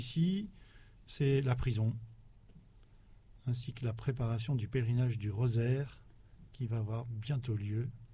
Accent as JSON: {"language": "French", "country": "France", "said": "Je suis originaire d'un parti de la France qui est juste à côté de la Suisse. Donc j'étais frontalier. La haie du lycée était la frontière, mais derrière c'était les champs de maïs."}